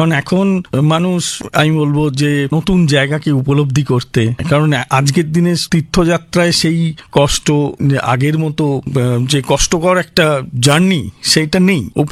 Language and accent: Bangla; West Bengal, India; আমাদের রাজ্যে খালি মরুভূমি ব্যতীত সমস্ত কিছুই রয়েছে। মানে দক্ষিণে সুন্দরবন থেকে শুরু করে সমুদ্র উপকূল থেকে শুরু করে হিমালয় পর্যন্ত, এবং তার একদিকে মালভূমি আমাদের যে পশ্চিম অঞ্চল যেটা, বা মধ্য পশ্চিমবঙ্গ